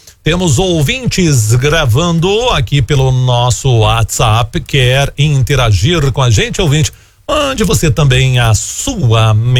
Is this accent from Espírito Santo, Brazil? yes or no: no; Goiânia, Goiás, Brazil; also born or lived in Brasília; será que eu sou de Goiânia? E vivi a vida inteira aqui, exceto um ano e pouco que eu passei em Brasília.